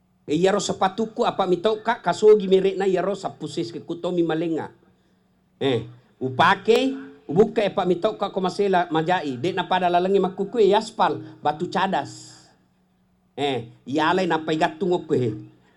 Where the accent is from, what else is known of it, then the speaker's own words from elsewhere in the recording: Indonesia; moved away; Bungi namanya, Patinjo ayahku, Patinjo. Taniak bugi, tapi macak bahasa bugi. Kampungku, saya dari kampung tadi. Kampung, petani. Saya waktu sekolah, itu dari Pekabata, naik dari Bungi, SMP Culuk.